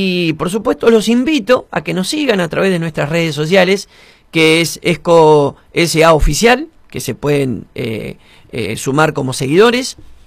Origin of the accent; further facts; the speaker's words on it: Azul, Buenos Aires Province, Argentina; soy de Azul, pero tengo característica de Olavarría